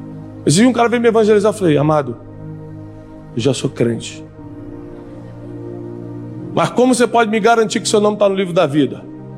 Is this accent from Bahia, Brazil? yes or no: no; Rio de Janeiro, Brazil; eu cresci no Rio de Janeiro.